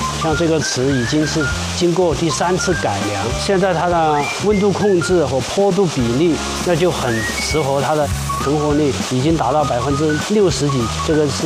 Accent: Chongqing, China; also born or lived in Guangdong; now in Ya'an, China; 我是重庆人，以前在广东做工程

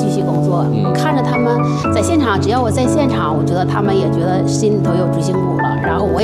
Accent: Heilongjiang, China; 我是黑龙江人，我在飞鹤干了14年，我会一直守在这里，

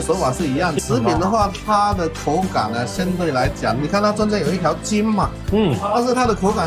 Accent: Zhangzhou, Fujian, China; 我们老家是漳州，做牛肉也非常出名。

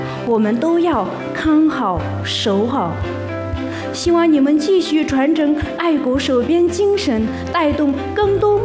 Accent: Yumai, Tibet, China; 我的家乡玉麦在西藏山南市龙子县喜马拉雅山南麓，紧邻中印边境线。玉麦很大，它的面积有3644平方公里，但玉麦又很小

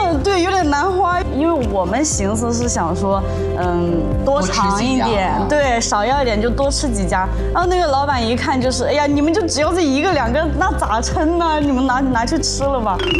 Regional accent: Yunnan, China; moved away as an adult; 因为我们云南那边的话，常年气温就是20来度。

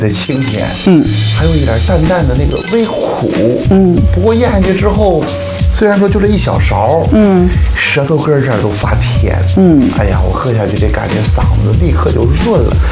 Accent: Xuzhou, Jiangsu, China

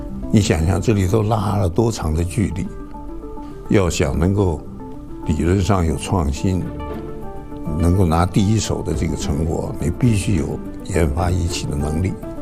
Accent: China; 我在澳大利亚的实验室里头，我感到我们中国人一点不笨

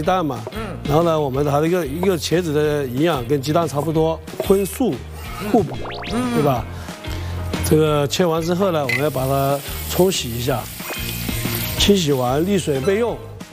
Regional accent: Wuyuan, Jiangxi, China; 大家好，我来自最美的乡村江西婺源，

